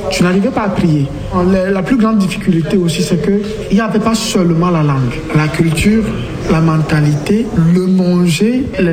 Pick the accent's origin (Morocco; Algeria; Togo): Togo; moved away as an adult; now in Poland; en Afrique, chez moi au Togo spécialement, il ne neige pas.